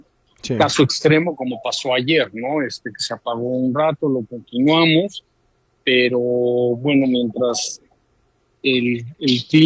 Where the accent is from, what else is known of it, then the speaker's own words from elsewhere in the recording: Mexico; Bueno, yo creo que nosotros como mexicanos, y no nada más aquí, sino a lo largo de los mundiales